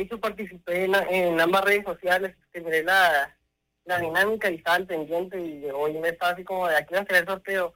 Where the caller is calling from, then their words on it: Ensenada, Baja California, Mexico; Sí, soy de Ensenada.